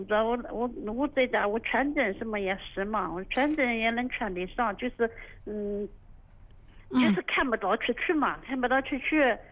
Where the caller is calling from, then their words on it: China; 我家在下塘的。